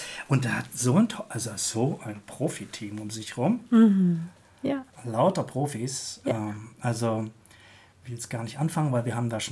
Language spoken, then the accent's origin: German; Baden-Württemberg, Germany; Ich komme selber aus der Nähe von Heidelberg.